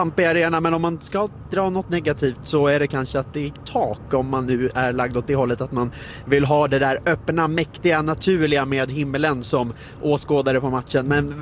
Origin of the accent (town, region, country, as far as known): Sweden